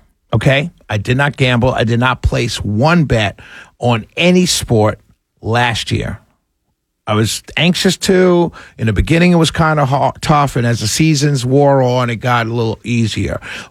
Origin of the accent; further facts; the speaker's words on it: New York City, New York, United States; growing up in Harlem